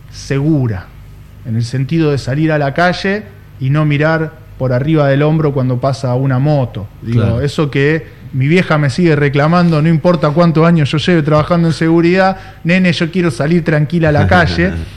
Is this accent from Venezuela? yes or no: no; Rosario, Santa Fe, Argentina; nuestra calidad de vida como rosarinos